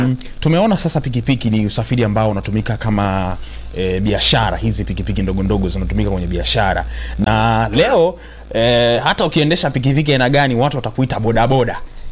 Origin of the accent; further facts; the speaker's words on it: Utegi, Mara, Tanzania; Utegi, Utegi ndio kwetu huko. Mimi mama yangu anakaa Utegi.